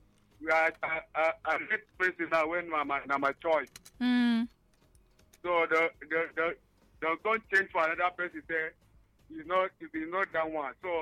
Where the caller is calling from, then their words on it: Nigeria; Calling from Night Mile.